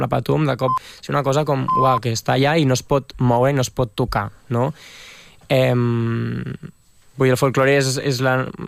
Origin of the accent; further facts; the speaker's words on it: Catalonia, Spain; com a catalans